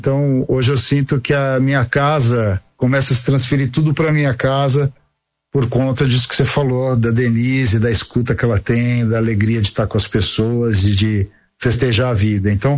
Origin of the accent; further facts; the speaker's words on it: São Paulo, Brazil; Sou de São Paulo, eu sou paulistano, nascido no Jabaquara